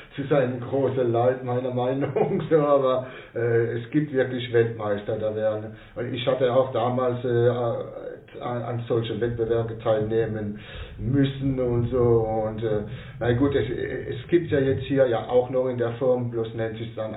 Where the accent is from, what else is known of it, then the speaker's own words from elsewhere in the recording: Strasbourg, Grand Est, France; German is a second language; moved away as an adult; now in Germany; Also ich bin aufgewachsen auf der Mainau, der Platz, wo jetzt der berühmte Racing Straßburg Fußball spielt und sein Stadion hatte und so. Ich bin ja 60 geboren und so, meine Eltern sind da in die Siedlung gezogen.